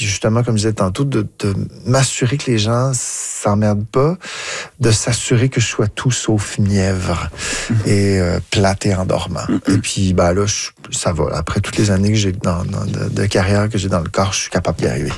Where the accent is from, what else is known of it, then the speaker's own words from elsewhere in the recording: Ottawa, Ontario, Canada; J'ai grandi à Ottawa